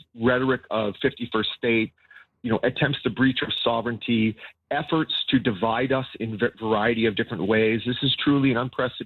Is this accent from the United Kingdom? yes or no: no; Canada